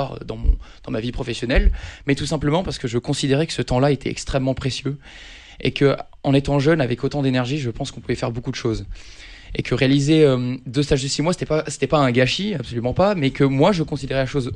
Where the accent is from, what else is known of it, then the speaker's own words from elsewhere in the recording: Aix-en-Provence, Provence-Alpes-Côte d'Azur, France; moved away as an adult; also born or lived in Marseille; now in Lyon, France; moi je suis né à Aix et je suis aixois et je suis resté assez longtemps en Provence. Donc, j'ai fait mon lycée à La Cordère à Marseille, puis j'ai fait une prépa à Aix-en-Provence à Vauvenargues